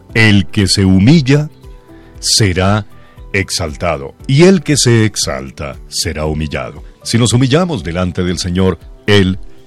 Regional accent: Colombia

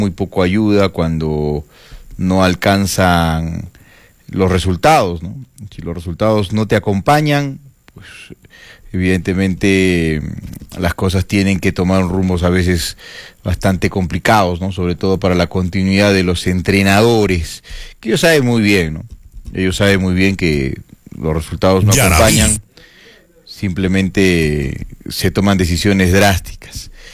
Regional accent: Peru

